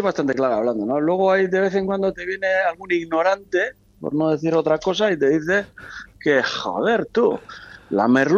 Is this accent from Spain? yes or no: yes; Ondarroa, Basque Country, Spain; hemos vivido, hemos crecido, hemos comido gracias a que nuestro padre pues pescaba merluza en Ondarroa.